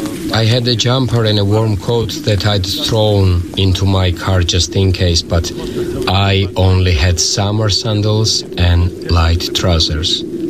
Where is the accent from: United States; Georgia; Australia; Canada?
Georgia; Sukhumi, Abkhazia; Suchumi was a very multicultural place. When I was growing up, everyone got along pretty well.